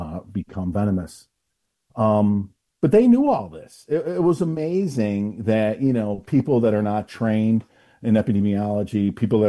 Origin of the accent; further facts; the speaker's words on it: United States; we know as Indian people that our traditional methods of healing work.